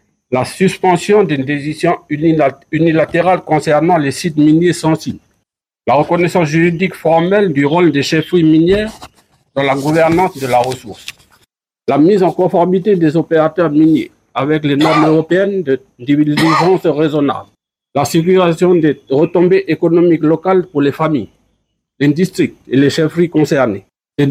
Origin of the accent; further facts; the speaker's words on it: New Caledonia; Si jamais vous venez là-bas chez nous, en Akiti, vous allez voir comment on vit là-bas.